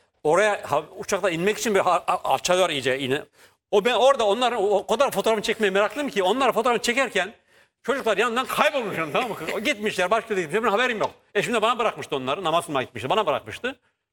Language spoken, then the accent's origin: Turkish; Ilgın, Konya, Turkey; moved away as an adult; now in Istanbul, Turkey; Anadolu'da bir köyde büyüdüm